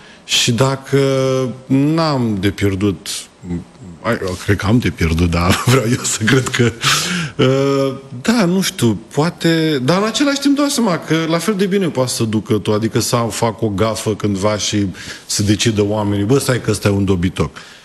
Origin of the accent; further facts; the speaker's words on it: Buzău, Buzău County, Romania; sunt mulți oameni din Buzău care nu au accent, nu știu, sau, știți voi altceva?